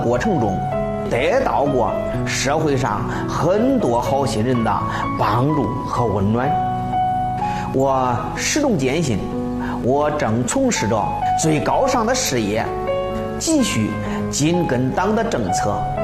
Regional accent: Hebi, Henan, China; born there; 我出生在河北市浚县新镇镇一个农村家庭

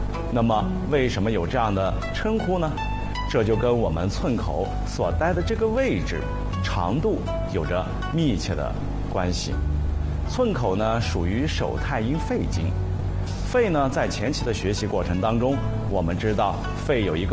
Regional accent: China

